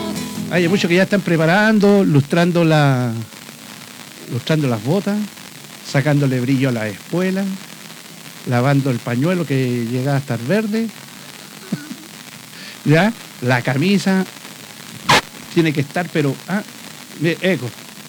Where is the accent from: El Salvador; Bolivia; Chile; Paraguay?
Chile; Somos nosotros los chilenos.